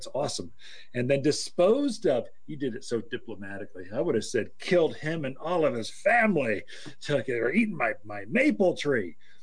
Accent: United States; I am so American. Please forgive me.

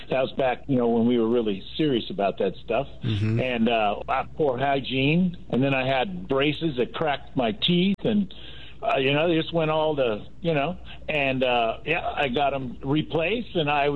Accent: Los Angeles, California, United States; born there; And I was born in Daniel Fremont Hospital in Los Angeles.

